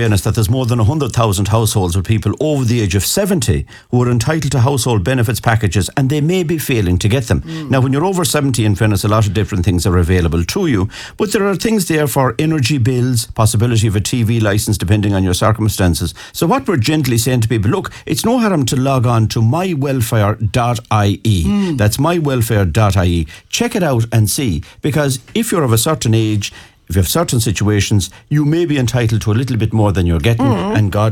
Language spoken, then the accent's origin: English; Ireland